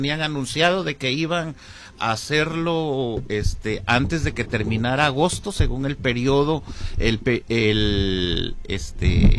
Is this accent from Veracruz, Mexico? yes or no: no; Ciudad Juárez, Chihuahua, Mexico; Nosotros, ¿cómo recibimos a nuestros visitantes? Tenemos una excelente población, juarenses, hombres y mujeres echados para adelante, pero una pésima administración.